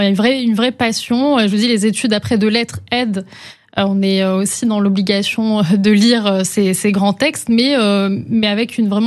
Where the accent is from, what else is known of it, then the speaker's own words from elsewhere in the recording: France; born there; je suis née en France